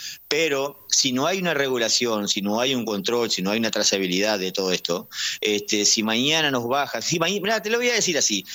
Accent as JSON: {"language": "Spanish", "country": "Uruguay", "said": "nosotros como uruguayos tenemos que pelear por este país"}